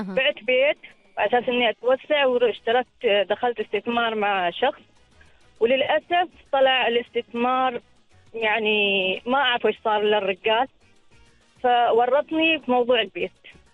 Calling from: Oman; أنا عمانية، أنا عمانية

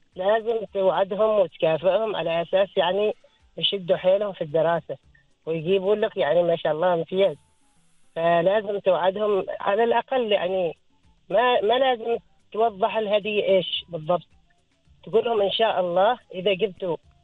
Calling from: Oman; إحنا يعني عمانيين

